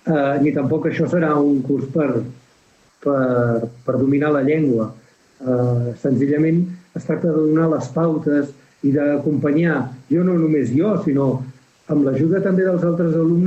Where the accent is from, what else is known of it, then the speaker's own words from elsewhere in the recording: Camprodon, Catalonia, Spain; moved away as an adult; also born or lived in Barcelona; de Camprodon. Vaig néixer a Camprodon, als quatre cantons. El que passa que vaig estudiar fora. Quan vaig acabar la carrera de Filologia, em vaig posar a treballar a Barcelona